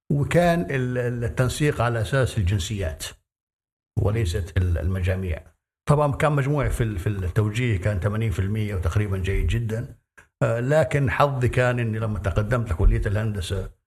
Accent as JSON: {"language": "Arabic", "town": "Khan Yunis", "region": "Gaza Strip", "country": "Palestine", "tie": "born there", "also_born_or_lived": "Saudi Arabia", "moved": "yes", "said": "من مواليد خان يونس بغزة بفلسطين 1955. طبعا يعني تركت فلسطين وذهبت مع الوالد، إنه كان مدرس في المملكة العربية السعودية، وبقيت في المملكة لحد ما تخرجت من الدراسة والجامعة."}